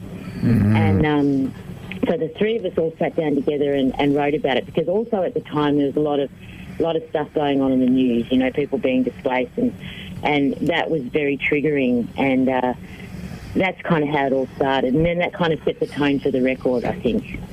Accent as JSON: {"language": "English", "country": "Australia", "said": "And we'd say, well, we're Australian. They'd go, yeah, but where do you really come from?"}